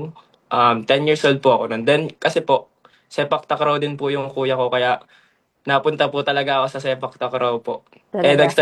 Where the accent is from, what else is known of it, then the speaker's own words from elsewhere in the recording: Pasig, Metro Manila, Philippines; Taga Pasig po ako, from Pasig City po.